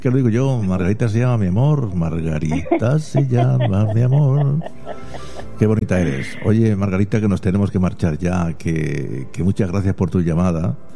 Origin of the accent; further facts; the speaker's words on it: Granada, Andalusia, Spain; also born or lived in Murcia; yo soy de Murcia. Pero vamos, que los primeros dientes de leche no me salieron en Murcia, me salieron en Albaicín, en Granada.